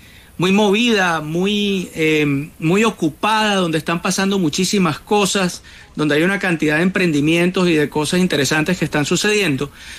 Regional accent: Barranquilla, Atlántico, Colombia; no hay nada más barranquillero que un nombre raro.

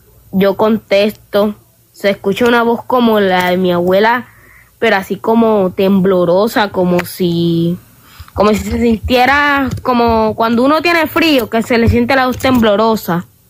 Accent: Cartagena, Bolívar, Colombia; Bueno, pues vea que yo soy de acá, de Cartagena

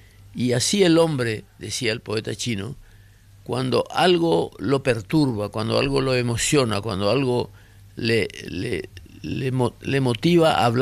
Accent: Paraguay; como paraguayos, como habitantes de esta tierra.

